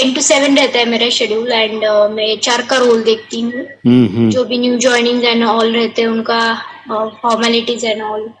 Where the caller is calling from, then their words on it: Pune, Maharashtra, India; मैं पुणे से हूँ एक्चुअली।